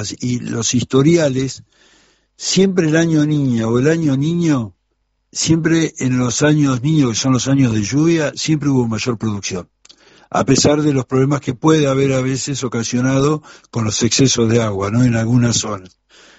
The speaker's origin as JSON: {"language": "Spanish", "country": "Argentina"}